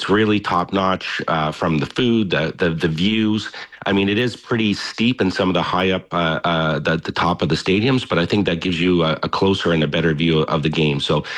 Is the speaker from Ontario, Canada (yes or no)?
yes; St. Catharines, Ontario, Canada; People don't realize, I grew up in Niagara and St. Catharine, so there's one in five season ticket holders are Canadians of the Buffalo Bills.